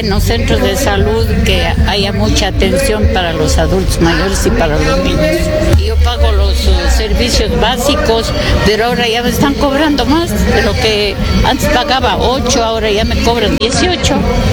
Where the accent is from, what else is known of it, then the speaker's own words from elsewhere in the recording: Cuenca, Azuay, Ecuador; born there; yo nací en Cuenca y yo le quiero mucho a la ciudad de Cuenca